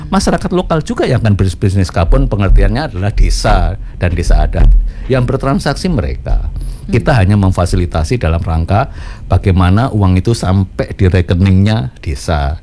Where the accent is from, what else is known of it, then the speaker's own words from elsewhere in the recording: Surakarta, Central Java, Indonesia; Itu saya orang Solo tapi tahu.